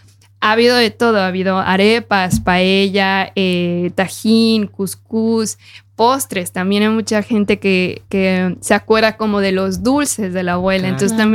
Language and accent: Spanish; Aguascalientes, Mexico; Bueno, yo soy hidrocálida, yo soy de Aguascalientes.